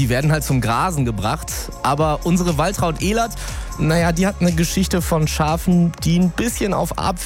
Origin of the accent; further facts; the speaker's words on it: Essen, North Rhine-Westphalia, Germany; ich bin in Essen geboren, in Essen groß geworden und war da regelmäßig als Kind auch im Wald unterwegs.